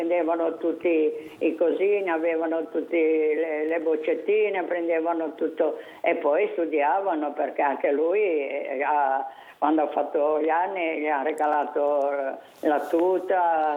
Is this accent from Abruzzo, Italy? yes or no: no; Genoa, Liguria, Italy; born there; io anche se sono nata qui a Genova, ma nei prati ci sono cresciuta.